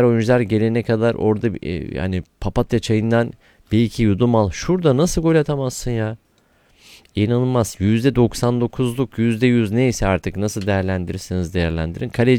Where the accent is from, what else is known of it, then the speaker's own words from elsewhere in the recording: Tuzluca, Iğdır, Turkey; moved away; Ben de tabii bir doğuluyum. Birçoğunuz biliyorsunuz, Iğdırlıyım. Hatta orada doğdum. İlkokulu da orada okudum. Buradan da ilime, şehrime, Iğdır'ın Tuzluca ilçesine doğdum, büyüdüm.